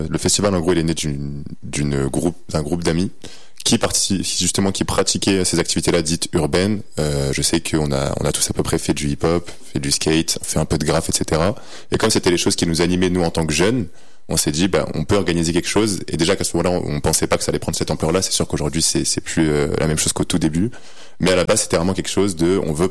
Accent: La Mure, Auvergne-Rhône-Alpes, France; En gros, moi j'ai commencé par le breakdance plus petit. Et comme à Lamure, c'était pas

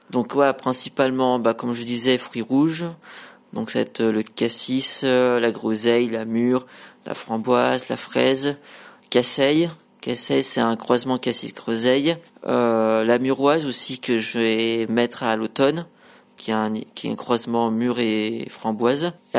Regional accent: Gruffy, Auvergne-Rhône-Alpes, France; Je suis de Gruffy, donc je suis installé depuis 2 ans sur la même commune

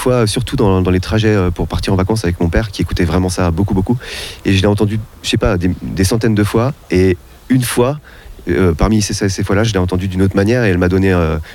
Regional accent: Nancy, Grand Est, France; Donc c'est un collectif lorrain, moi je viens de Nancy.

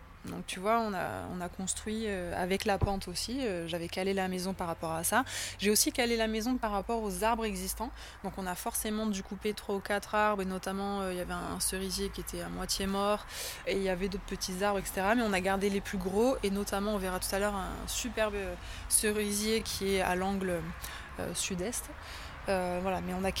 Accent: Perpignan, Occitanie, France; moi je suis de Perpignan, mes parents sont là-bas

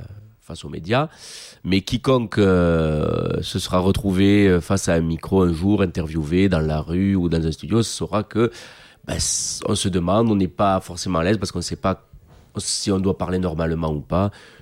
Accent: France; first language Occitan; grâce à la langue d'oc, qui est ma langue maternelle, que donc je parle depuis la naissance. J'ai fait aussi ma scolarité en occitan, dans des calendrettes.

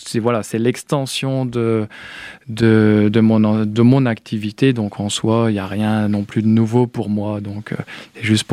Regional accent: Chaumont, Grand Est, France; moved away as an adult; also born or lived in Dijon; now in Die, France; Moi, je suis à côté de Colombey-les-Deux-Églises, en Haute-Marne. Du coup, je suis né à Chaumont, j'ai fait mes études au lycée Charles de Gaulle, STI Bois, BTS Bois

